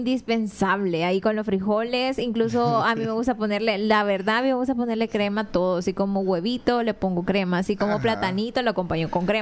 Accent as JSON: {"language": "Spanish", "country": "El Salvador", "said": "obviamente yo como frijoles, obviamente como todo salvadoreño que se respeta"}